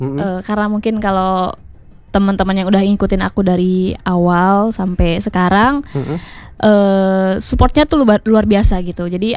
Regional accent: Garut, West Java, Indonesia; born or raised there

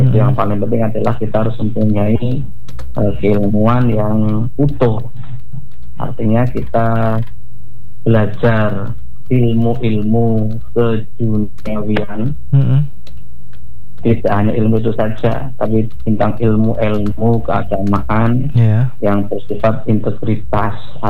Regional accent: Keling, East Java, Indonesia; Karena kakek saya di daerah, saya dari daerah Keling.

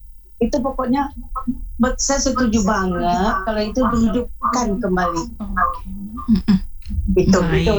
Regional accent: North Sulawesi, Indonesia; Saya ini kan memang nggak besar di sini ya. Tapi saya orang Minahasa.

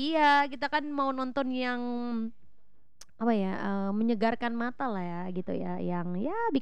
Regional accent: Atambua, East Nusa Tenggara, Indonesia; Saya orang Atambua

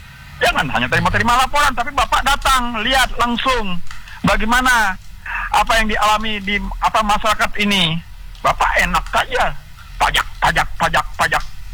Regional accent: East Kalimantan, Indonesia; kita orang Kutai kan?

